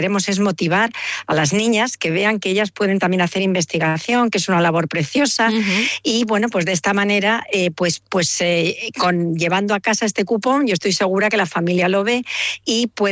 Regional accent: Ciudad Real, Castilla-La Mancha, Spain; Ciudad Real es mi ciudad, donde yo nací

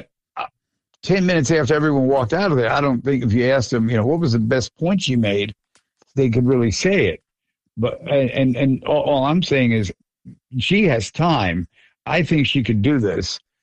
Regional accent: Long Island, New York, United States; We're both from Long Islan

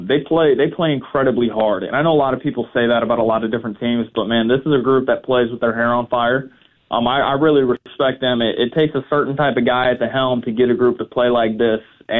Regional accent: Georgia, United States; I couldn't tell you how many Saturdays growing up in Georgia at different ballparks or really across the entire Southeast just playing different baseball

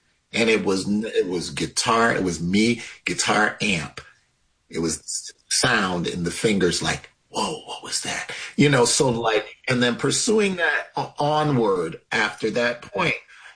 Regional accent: New York City, New York, United States; Well, so I grew up in New York City

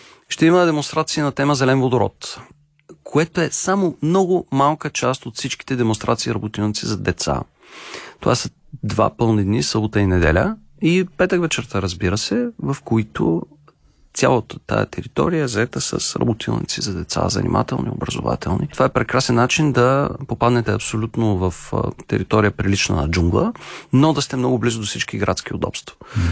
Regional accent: Stara Zagora, Stara Zagora Province, Bulgaria; born there; now in Sofia, Bulgaria; роден съм в Стара Загора и гледам да не губя връзката с града.

